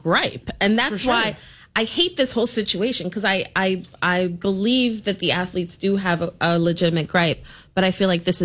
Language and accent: English; New York City, New York, United States; And I didn't go to a big college. I'm from New York City. College football, not huge here.